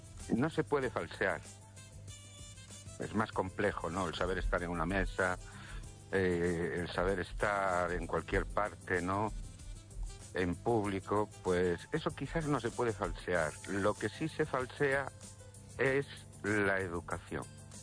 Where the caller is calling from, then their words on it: Ourense, Galicia, Spain; Buenas noches, Esther y oyentes. … de Orense.